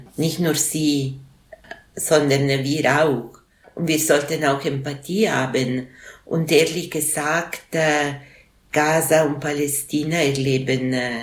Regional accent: Switzerland; Ich bin auch eine Schweizerin, aber nicht nur. Und dann habe ich ihm meine Geschichte erzählt.

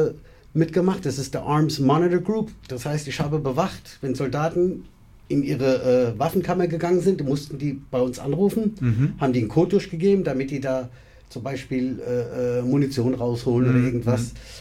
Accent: Frankfurt, Hesse, Germany; Und bei uns in Frankfurt, Hanau, Frankfurt ist ja 91 bis 93, haben die da alles langsam zugemacht.

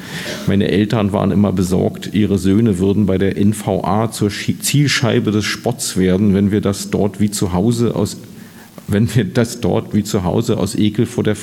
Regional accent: East Germany, Germany; Jetzt wurde ich als Ossi schon von Ossis beleidigt und das, indem sie mich einen Wessi nannten.

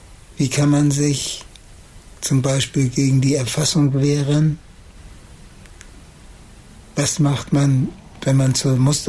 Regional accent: Germany; weil ich komme aus dem Westen

